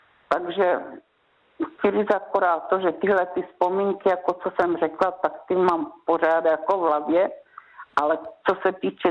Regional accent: Olomouc, Olomouc Region, Czechia; já jsem jezdila jako holka k dědečkovi na Svatý kopeček, protože jsem bydlela v Olomouci

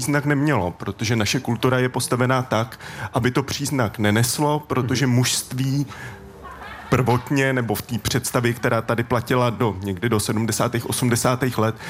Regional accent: Stříbro, Plzeň Region, Czechia; Já vyrůstal jsem ve Střívře na Tachovsku

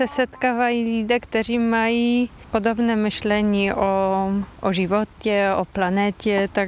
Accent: Poland; Czech is a second language; now in Czech Republic; Já jsem původem z Polska

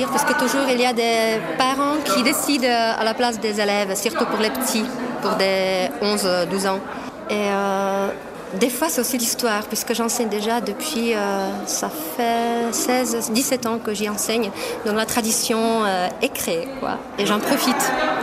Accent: Český Těšín, Moravian-Silesian Region, Czechia; French is a second language; also born or lived in Ostrava

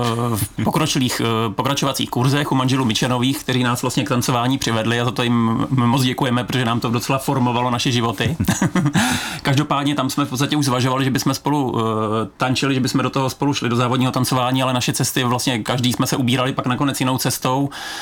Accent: Pardubice, Pardubice Region, Czechia; když jsme oba z Pardubic

